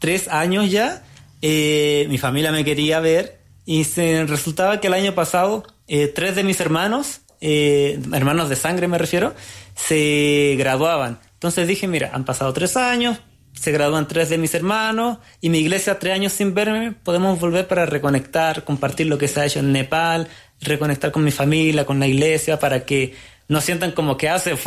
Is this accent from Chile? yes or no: yes; Arica, Arica y Parinacota, Chile; soy de Arica, no una ciudad tan grande, pero todavía hay una ciudad